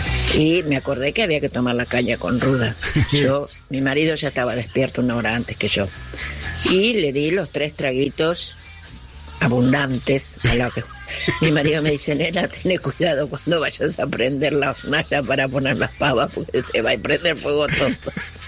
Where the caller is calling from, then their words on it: Muñiz, Buenos Aires Province, Argentina; de Muñiz.